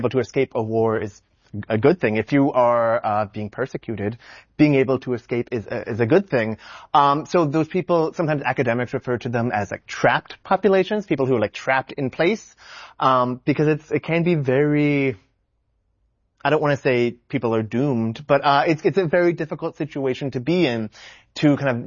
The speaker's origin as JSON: {"language": "English", "region": "Arizona", "country": "United States", "tie": "born or raised there", "said": "I grew up in Arizona."}